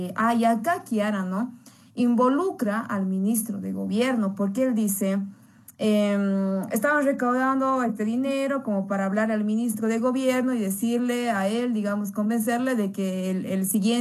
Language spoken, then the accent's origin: Spanish; Bolivia; Como bolivianos, pedir la aprehensión de un exmandatario.